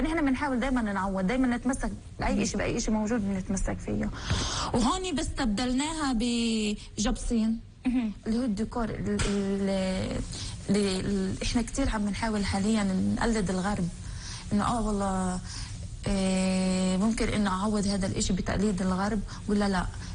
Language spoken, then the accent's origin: Arabic; Palestine